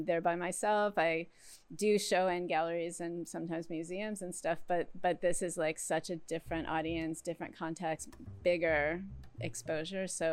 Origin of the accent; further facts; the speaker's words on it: East Coast, United States; moved away as an adult; now in California, United States; I'm from the East Coast